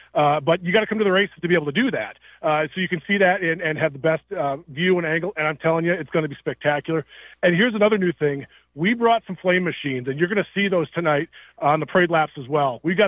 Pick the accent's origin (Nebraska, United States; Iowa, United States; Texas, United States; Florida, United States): Iowa, United States; Winneshiek County; now in New Hampton, United States; Well, I was raised here in Wenatchee County for sure. Yeah, more or less. I live down in New Hampton now.